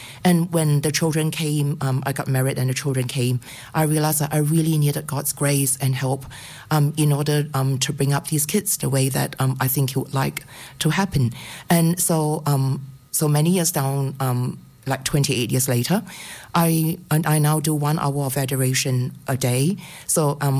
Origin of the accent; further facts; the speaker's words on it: Singapore; moved away as an adult; now in Australia; I grew up in Singapore and I came to Australia in 1990.